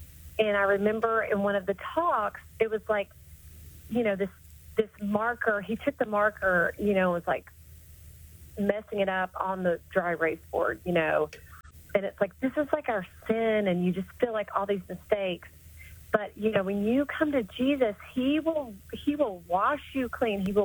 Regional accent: Johnson City, Tennessee, United States; now in North Carolina, United States; I grew up in Johnson City, Tennessee, and went to Tri-Cities Christian, went to Boone Trail Baptist Church

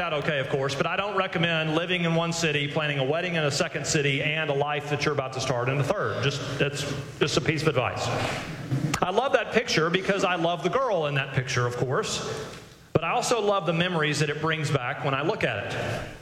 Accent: Nashville, Tennessee, United States; I think about our wedding at the church I grew up in Nashville.

